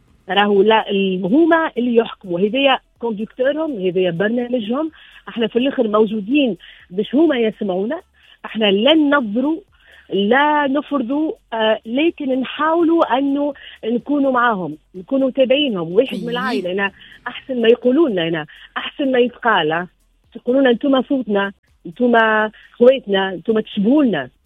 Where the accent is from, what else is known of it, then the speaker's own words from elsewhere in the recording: Sousse, Sousse Governorate, Tunisia; احنا سوسي